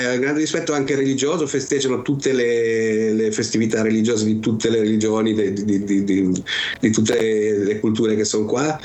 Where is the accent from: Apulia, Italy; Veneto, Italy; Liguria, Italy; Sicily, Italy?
Liguria, Italy; Genoa; now in United Arab Emirates; quando torno a casa sulla sopraelevata, sai, non, la sensazione è soltanto quella di essere a casa